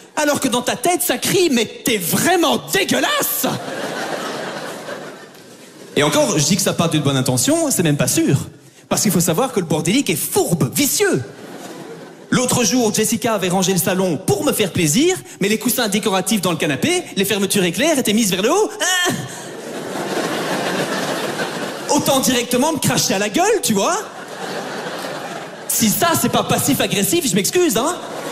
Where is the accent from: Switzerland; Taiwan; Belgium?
Belgium; je suis belge, comme vous pouvez l'entendre à mon intonation